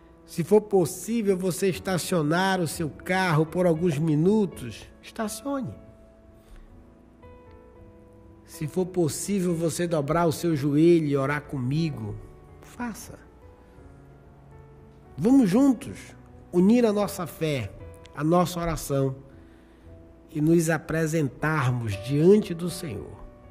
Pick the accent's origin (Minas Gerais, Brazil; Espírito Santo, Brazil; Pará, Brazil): Pará, Brazil; Belém; now in Roraima, Brazil; lá para Belém do Pará, lá para minha terra